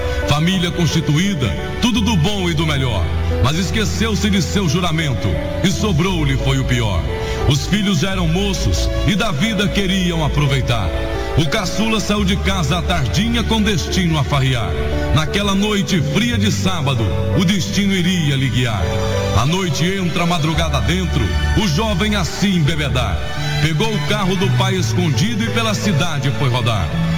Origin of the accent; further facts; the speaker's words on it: Goiás, Brazil; born there; Vim de família humilde do interior e através do rodeio brasileiro conquistei o meu valor. Sou goiano de nascença e em todas as cidades sou adotado. … narrador apaixonado.